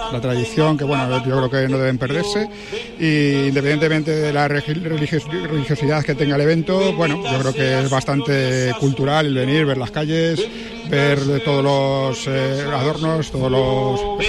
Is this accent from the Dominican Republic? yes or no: no; Toledo, Castilla-La Mancha, Spain; Sí, somos de Toledo.